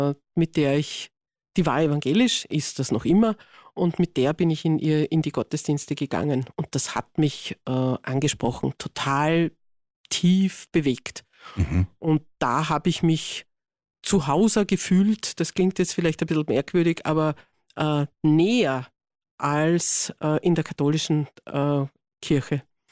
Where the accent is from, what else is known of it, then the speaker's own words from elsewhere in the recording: Vienna, Austria; Weil ich das als Wienerin so gewöhnt bin.